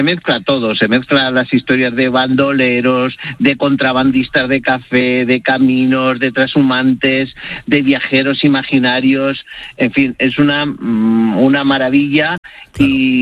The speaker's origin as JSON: {"language": "Spanish", "town": "Horcajo de la Ribera", "region": "Castile and León", "country": "Spain", "tie": "born or raised there", "said": "Por ejemplo, en Horcajo de la Ribera, en mi pueblo, en Horcajo, en Gredos, la mantenemos, la de cobrar el piso."}